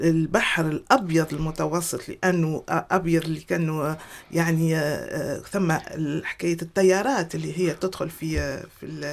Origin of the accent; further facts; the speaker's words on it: Tunisia; وإحنا كتونسيين وكتونسيات